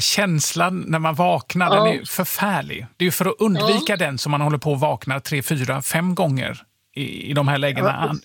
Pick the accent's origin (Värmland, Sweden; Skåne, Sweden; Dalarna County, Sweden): Skåne, Sweden; Kävlinge; born there; Jag är ju född i Kävlinge.